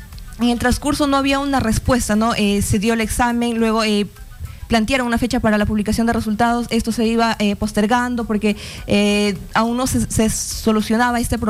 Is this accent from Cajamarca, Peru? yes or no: yes; Cajamarca, Peru; Bueno, yo soy de Cajamarca, ¿no? Y soy también, al igual que mi compañera, la primera generación de mi familia, ¿no?, que puede acceder a la universidad.